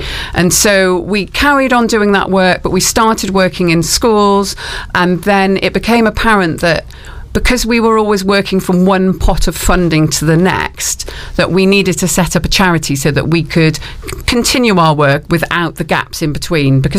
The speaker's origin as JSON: {"language": "English", "town": "Cardiff", "region": "Wales", "country": "United Kingdom", "tie": "born or raised there", "moved": "as an adult", "lives_now": "London, United Kingdom", "said": "So I grew up in Cardiff, which I know is a really, really big city. But when I was 17, it wasn't big enough for me anymore. I had my eyes set on the big city. I wanted to go to London, and that's where I went to university."}